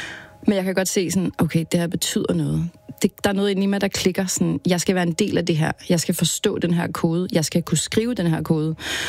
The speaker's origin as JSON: {"language": "Danish", "town": "Vanløse", "region": "Capital Region of Denmark", "country": "Denmark", "tie": "born or raised there", "said": "Da jeg hører … på vinyl, hip-albummet, havde min far. Det hører vi hjemme i Vandløse"}